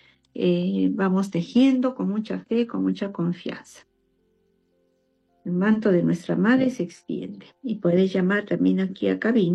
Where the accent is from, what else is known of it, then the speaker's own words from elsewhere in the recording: Peru; esa necesidad como peruanos de poder vivir en un país reconciliado, con valores, con estabilidad que tanto anhelamos, con esa paz y con todos los principios que también tenemos como cristianos católicos.